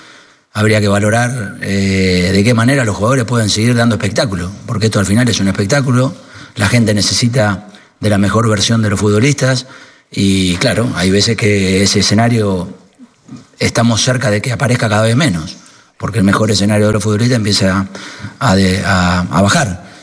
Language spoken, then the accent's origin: Spanish; Argentina; Con Messi, la verdad que somos agradecidos los argentinos de haber tenido a dos futbolistas extraordinarios